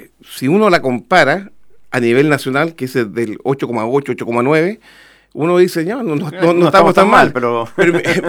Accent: Llanquihue, Los Lagos, Chile; also born or lived in Santiago; nos afincamos nuevamente en Llanquihue. Yo soy de Llanquihue, mi familia es de Llanquihue, yo estudié en Puerto Ara, el Colegio Germania, así que soy de acá, de la zona.

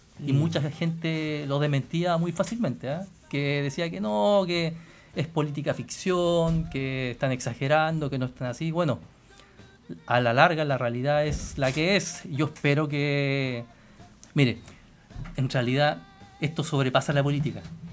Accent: Chile; nosotros como chilenos no nos merecemos.

